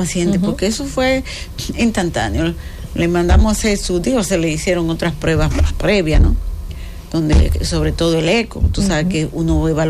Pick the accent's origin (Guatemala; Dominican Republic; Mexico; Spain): Dominican Republic; Digo, no, porque nosotros en mi país no lo usamos hace ya un tiempo. Y entonces él me dice, ¿de dónde es usted? Digo yo, de Dominican Republic, República Dominicana.